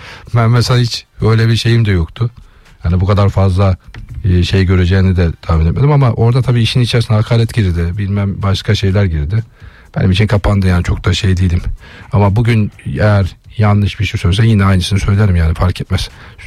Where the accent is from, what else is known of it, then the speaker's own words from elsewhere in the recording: Black Sea Region, Turkey; Yani çok fazla tam bazen sinirlendiğimiz tabii ki bir Karadenizliyiz.